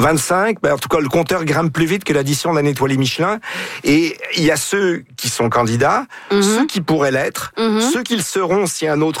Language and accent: French; Quebec, Canada; j'essaie de regarder un petit peu, de comparer un peu ce qui se passe chez nous au Québec et au Canada et ce qui se passe un peu en France.